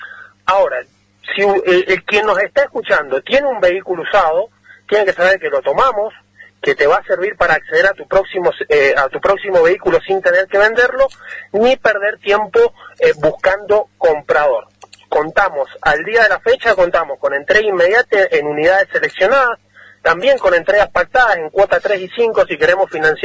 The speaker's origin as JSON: {"language": "Spanish", "town": "Malargüe", "region": "Mendoza", "country": "Argentina", "said": "soy de acá de Malargüe, soy vecino"}